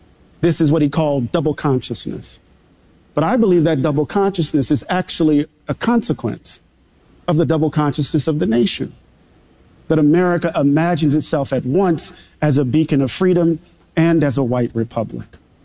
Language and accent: English; Mississippi, United States; Maybe it's because I'm from Mississippi.